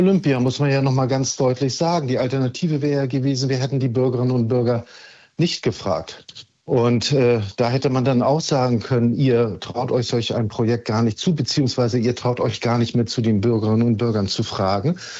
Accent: Hamburg, Germany; Ich als Hamburger

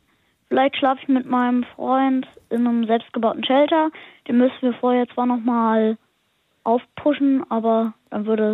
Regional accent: Lower Saxony, Germany; Ich komme aus dem Landkreis Lüchow-Dannenberg und wohne im Dorf Marmäusel.

